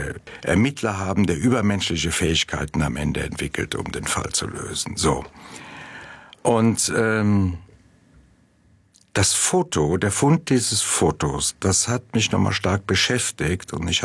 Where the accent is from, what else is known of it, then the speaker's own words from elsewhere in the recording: Eifel, Germany; Das Buch hat mir geholfen, ein Stück meinen Frieden zu machen mit einigen Menschen, mit meiner Heimatstadt.